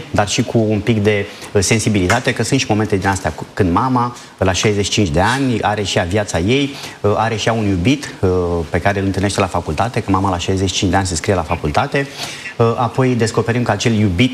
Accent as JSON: {"language": "Romanian", "town": "Luminița", "region": "Tulcea County", "country": "Romania", "said": "Vor veni toți cei din comună și toate satele arondate, Luminița, de unde sunt eu de fapt, și celelalte sunt vreo 6-7 sate."}